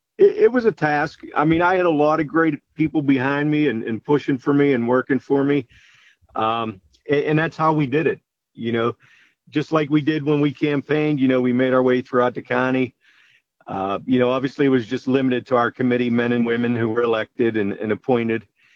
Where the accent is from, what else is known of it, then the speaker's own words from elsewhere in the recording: Pittsburgh, Pennsylvania, United States; I'm born and raised in Pittsburgh, Northside, and still there, obviously.